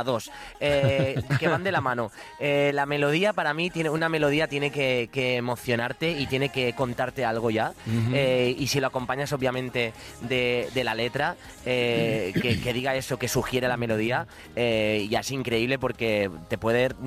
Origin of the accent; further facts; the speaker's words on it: Sant Feliu de Llobregat, Catalonia, Spain; Desde San Feliu de Llobregat, mi pueblo